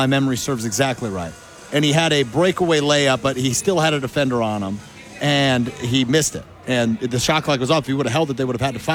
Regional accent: United States; accent: American; Well, I am American.

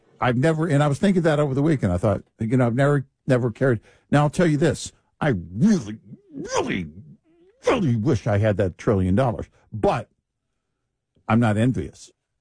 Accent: Scotland, United Kingdom; Well, I have to start with the fact that I'm Scottish, so that's not going to fly.

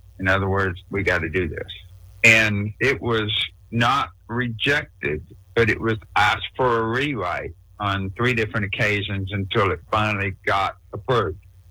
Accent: Alamance County, North Carolina, United States; he was going to open a club in my hometown in Alamance County, North Carolina

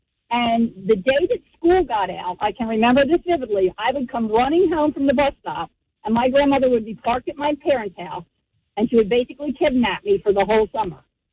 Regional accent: Stratford, New Jersey, United States; also born or lived in Northeast Philadelphia, Pennsylvania; So I was born in Northeast Philly, but my mom's a South Jersey girl. So I was raised in South Jersey. My parents bought a house when my dad got out of the Marine Corps in Stratford, New Jersey, which is right next to Summerdale.

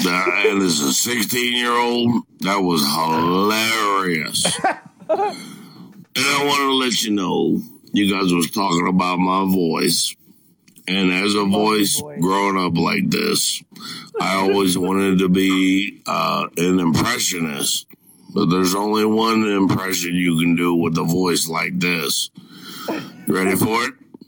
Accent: Midwest, United States; Growing up in the Midwest, yep, we had them.

